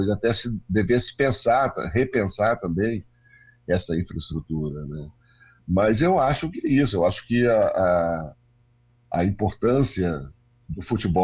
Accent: Brazil

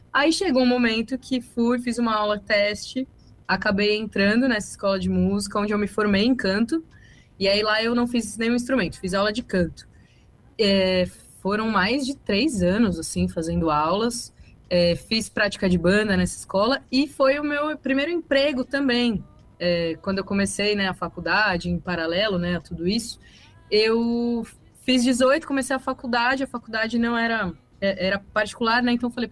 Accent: São Paulo, Brazil; Sou de São Paulo, capital.

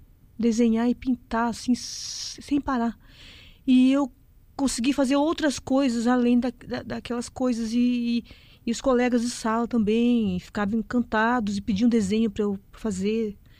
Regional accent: São Lourenço da Serra, São Paulo, Brazil

